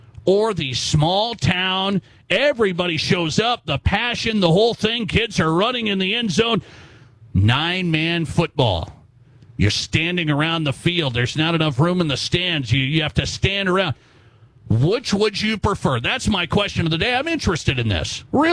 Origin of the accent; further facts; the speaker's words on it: Montana, United States; moved away; And I'm from Montana.